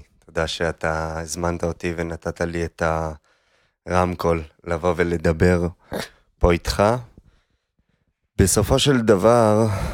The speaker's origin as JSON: {"language": "Hebrew", "town": "Yesodot", "region": "Central District", "country": "Israel", "tie": "born or raised there", "said": "אז אני נולדתי וגדלתי ביישוב יסודות, למי שמכיר, מושב, חרדי, קטן בשפלה, באזור רחובות. הבית שלנו הוא בית חרדי"}